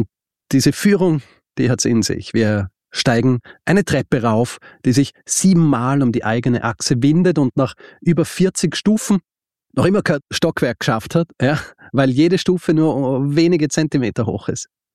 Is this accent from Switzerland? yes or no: no; Austria; Genau, kein Radio und ich bin Österreicher